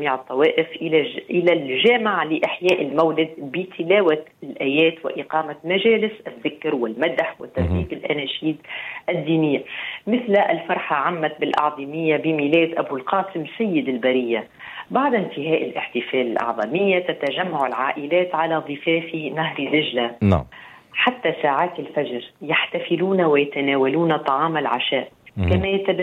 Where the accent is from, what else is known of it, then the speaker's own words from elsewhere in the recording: Tunisia; كما عندنا في تونس